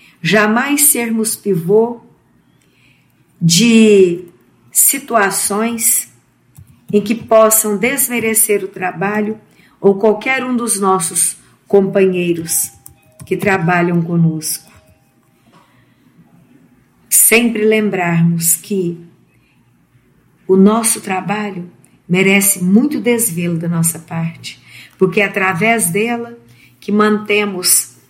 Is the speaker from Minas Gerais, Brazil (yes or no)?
yes; Uberlândia, Minas Gerais, Brazil